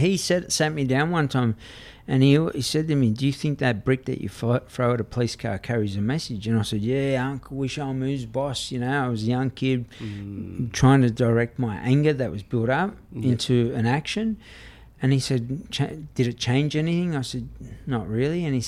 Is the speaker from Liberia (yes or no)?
no; Sydney, New South Wales, Australia; also born or lived in Walgett; I grew up in Redfern